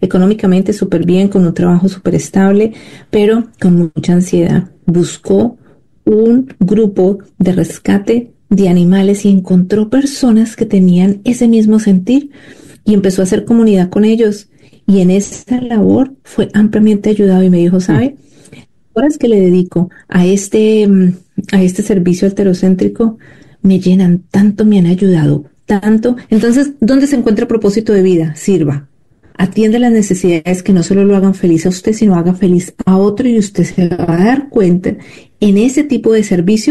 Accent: Colombia; parte de mi familia es católica. Mi padre era cantante, muy conocido en mi país, en Colombia.

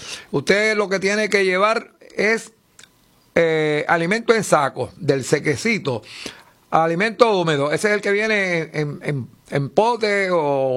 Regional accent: San Sebastián, Puerto Rico; en mi pueblo de San Sebastián de las Vegas del Pepino.

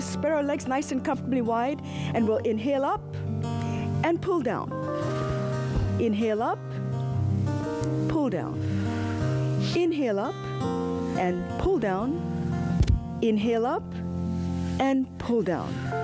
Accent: Boston, Massachusetts, United States; I am your host today … I'm a physician from Boston.

